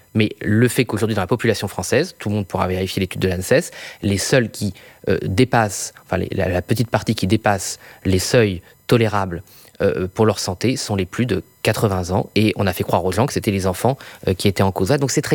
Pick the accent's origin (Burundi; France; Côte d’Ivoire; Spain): France; Brittany